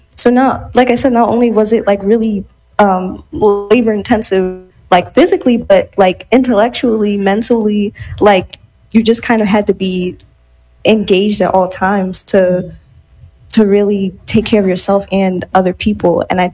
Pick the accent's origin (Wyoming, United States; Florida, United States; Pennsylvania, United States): Pennsylvania, United States; Philadelphia; I come from, I'm from North Philly